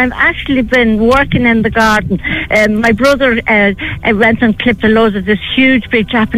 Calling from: Newtownmountkennedy, County Wicklow, Ireland; I'm in Newtown Mount Kennedy.

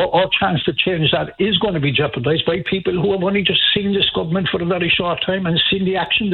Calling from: Ireland

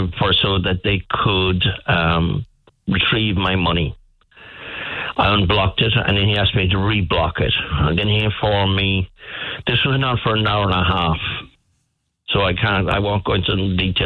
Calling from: Bantry, Munster, Ireland; I'm ringing from Bantry.

